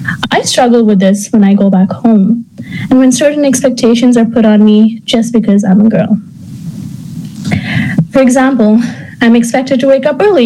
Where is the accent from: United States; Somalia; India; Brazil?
India; India. As a country, India has progressed in many ways. I've seen the shift in mentality in women in my hometown.